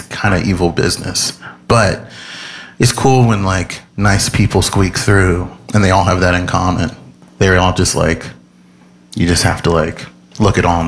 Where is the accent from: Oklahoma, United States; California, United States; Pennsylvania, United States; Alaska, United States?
Oklahoma, United States; I did grow up in a lot of places, but I was never anywhere very long until I moved to Oklahoma. I would say most of what I am is probably because of that place, for better and for worse.